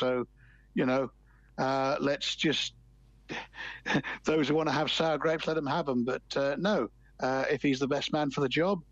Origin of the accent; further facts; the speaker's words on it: Western Australia, Australia; now in United Kingdom; we are West Aussie biased